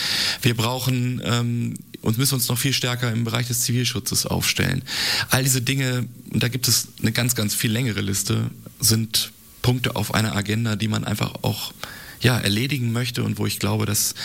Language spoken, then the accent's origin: German; Northeim, Lower Saxony, Germany; Das ist hier meine Heimatstadt. Ich bin hier angetreten, weil ich was verändern will